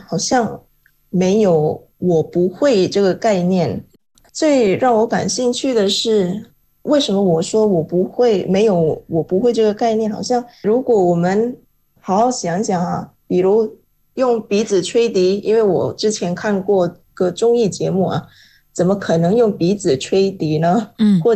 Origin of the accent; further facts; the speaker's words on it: Indonesia; Chinese is a second language; moved away as an adult; now in China; 我身为印尼华裔，也是同一个祖先的后代，血脉相连，同根同源啊